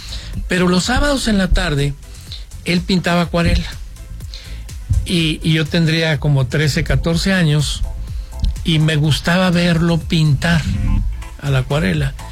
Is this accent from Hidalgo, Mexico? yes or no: no; Saltillo, Coahuila, Mexico; born there; yo nací aquí en Saltillo, hace ya algunos años.